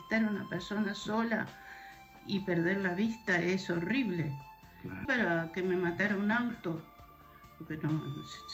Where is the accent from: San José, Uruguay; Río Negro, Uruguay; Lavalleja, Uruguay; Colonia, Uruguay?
Río Negro, Uruguay; Fray Bentos; born there; Sí, de acá, Fray Bento. Nacíamos, soy de acá